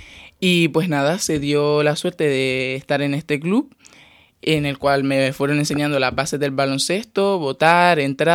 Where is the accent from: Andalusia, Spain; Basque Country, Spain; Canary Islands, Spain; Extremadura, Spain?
Canary Islands, Spain; Teror; la verdad que para mí fue un honor pues poder representar a mi pueblo, Teror.